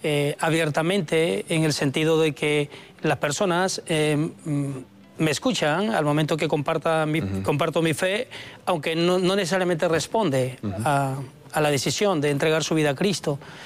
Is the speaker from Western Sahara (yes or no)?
no; Honduras; moved away as an adult; now in Basque Country, Spain; yo vengo de Honduras